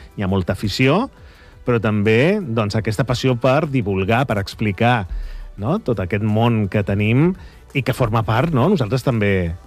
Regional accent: Barcelona, Catalonia, Spain; now in Calafell, Spain; Bueno, ja som dos, vull dir, porto 20 anys, som de Barcelona

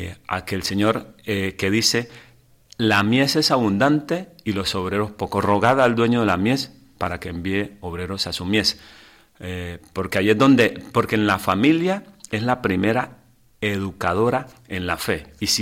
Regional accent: Colombia; Y yo me quedé así como, decimos en mi país, de una sola pieza, porque no me lo imaginaba después de tantos años salir. Al principio del ministerio, claro, sí, está esa ilusión salir. Y ya que yo pensaba ya quedarme allí en Colombia

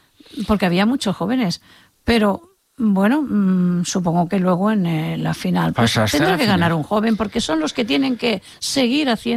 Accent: La Línea de la Concepción, Andalusia, Spain; now in Catalonia, Spain; yo soy de Cádiz, de La Línea... Y dicen que allí hay un arte para esto.

